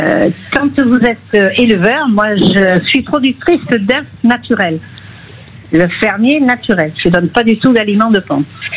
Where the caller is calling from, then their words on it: Saint-Laurent-Médoc, Nouvelle-Aquitaine, France; Je suis dans la Nouvelle-Aquitaine, je suis à Saint-Laurent-du-Médoc.